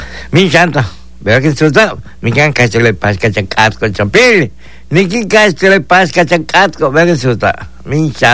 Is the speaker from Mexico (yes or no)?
yes; Mexico; nos alegra la vida y pues, nos da ese valor de seguir siendo mexicanos